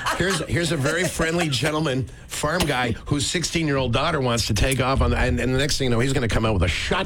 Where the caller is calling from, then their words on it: Toronto, Ontario, Canada; Well, we're from Toronto